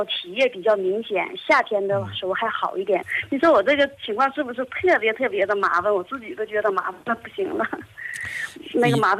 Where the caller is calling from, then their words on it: Shijiazhuang, Hebei, China; 我是石家庄的。